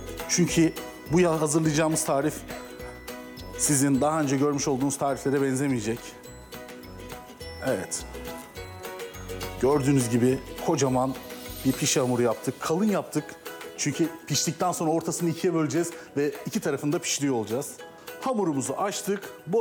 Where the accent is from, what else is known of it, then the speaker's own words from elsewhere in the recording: Adana, Turkey; Adanalıyım ben. Adana'da dedemin bahçeleri var.